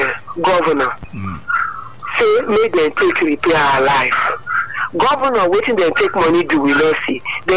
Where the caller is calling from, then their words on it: Nigeria; I'm calling from Mojo.